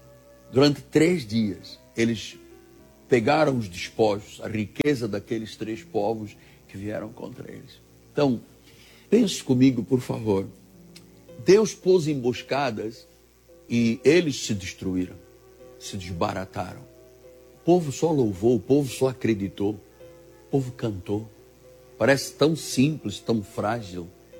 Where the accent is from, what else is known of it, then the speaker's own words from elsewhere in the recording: Angola; born there; de um acidente quando eu era um jovem no exército lá em Angola, onde eu nasci, uma antiga colônia de Portugal